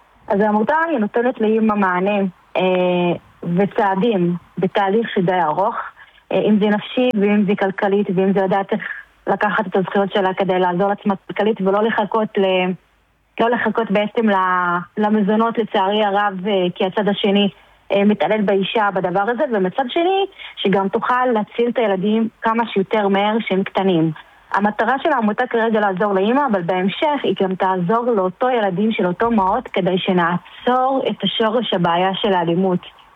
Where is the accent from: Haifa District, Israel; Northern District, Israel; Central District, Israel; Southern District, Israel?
Haifa District, Israel; Haifa; אני מחיפה.